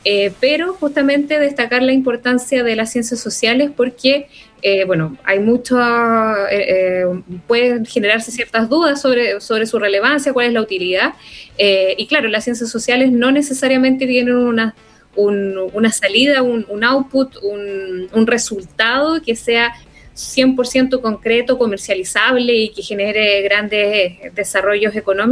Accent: Coquimbo, Chile; moved away; vengo de la región de Coquimbo. Entonces, no es casualidad, es un tema que experimenté a modo personal viniendo del norte de Chile

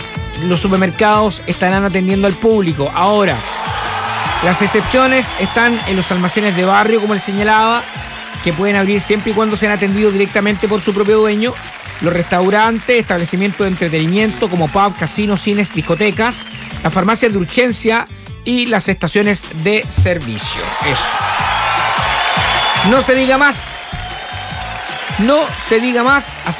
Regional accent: Chile; como buenos chilenos siempre andamos a última hora

